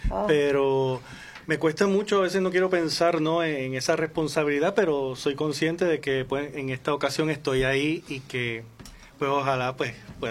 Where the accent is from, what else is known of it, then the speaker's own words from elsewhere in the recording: Caguas, Puerto Rico; yo también soy de Caguas.